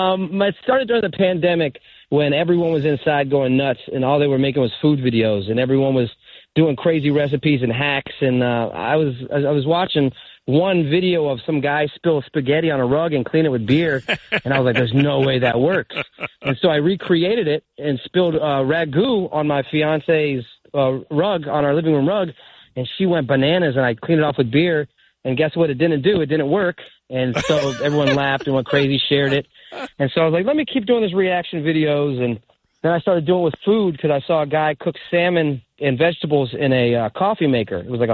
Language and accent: English; Tampa, Florida, United States; I'm from Tampa, like I said, and the team I watched before they had the Rays was the Yankees